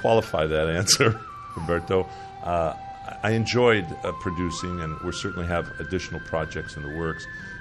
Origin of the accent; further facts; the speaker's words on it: Morocco; My mother spoke Spanish. I come from Morocco, Spanish Morocco. We emigrated from Spain to Morocco.